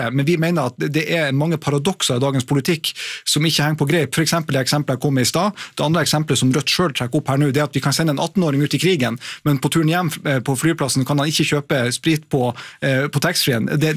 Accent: Harstad, Troms, Norway; i min hjemby Harstad

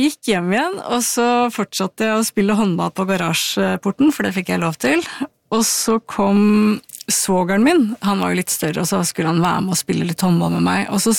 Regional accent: Ilseng, Innlandet, Norway; jeg kanskje la identiteten min mest I at jeg kom fra Ilseng, som var på en måte bondelandet.

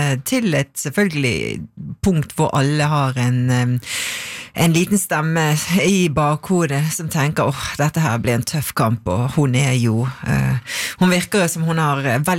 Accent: Vestland, Norway; Det ligger rett ned for Stolsen, den berømte Stolskleiven, og det var jo mitt... det var jo der jeg vokste opp og brukte mye tid der, på Fløyen, oppe på Rundemann, og elsket det.

